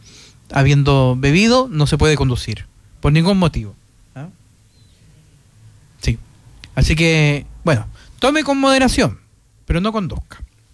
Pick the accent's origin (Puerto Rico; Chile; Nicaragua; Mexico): Chile; el que tenemos como chilenos